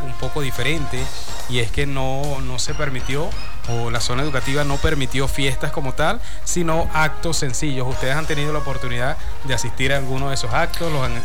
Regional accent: Monagas, Venezuela; nosotros como venezolanos, como monaguenses solidarios

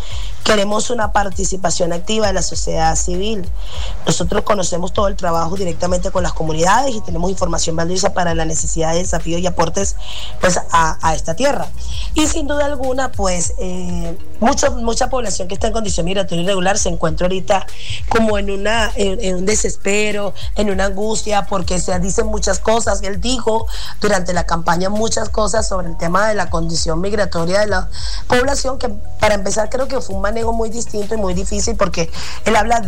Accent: Venezuela; now in Quibdó, Colombia; soy venezolana residente en la ciudad de Quibdó, en el departamento del Chocó, Pacífico colombiano.

